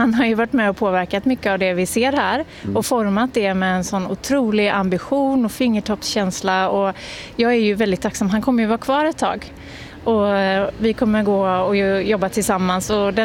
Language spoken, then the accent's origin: Swedish; Gothenburg, Västra Götaland County, Sweden; jag är ju uppvuxen i Göteborg